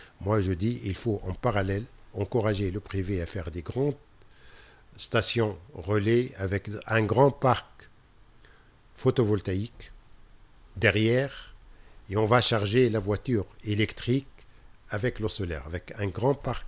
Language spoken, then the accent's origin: French; Tunis, Tunis Governorate, Tunisia; Tunis, moi je viens de Marzaïm Rahb. On était à la Médina, c'est un petit. La Tunisie était petite.